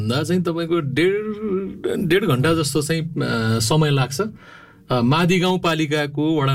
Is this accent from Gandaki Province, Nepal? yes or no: yes; Gandaki Province, Nepal; also born or lived in Syaklung; गाउँ चाहिँ मेरो, म जन्मिएको स्याक्लुङ, म हुर्किएको चाहिँ तालबेसी।